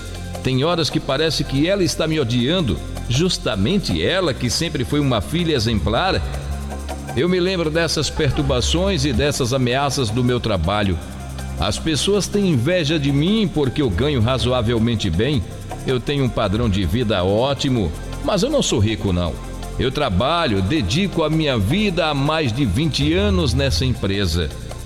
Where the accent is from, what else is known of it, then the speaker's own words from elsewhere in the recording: Aracaju, Sergipe, Brazil; sou de Aracaju, capital sergipana.